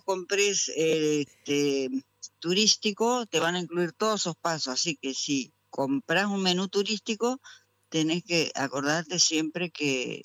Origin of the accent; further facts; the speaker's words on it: Argentina; nosotros los argentinos